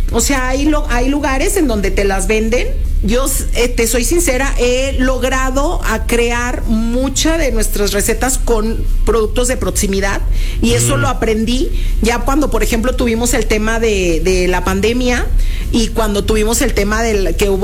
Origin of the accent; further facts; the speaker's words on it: Guadalajara, Jalisco, Mexico; moved away as an adult; now in Barcelona, Spain; yo soy de Guadalajara